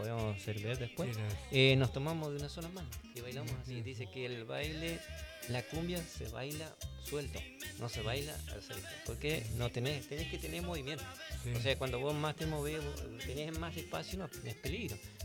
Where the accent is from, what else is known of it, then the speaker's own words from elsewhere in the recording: San Manuel, Buenos Aires, Argentina; born there; Sí, soy nacido en San Manuel, no voy a negar, nací en el campo y no teníamos luz.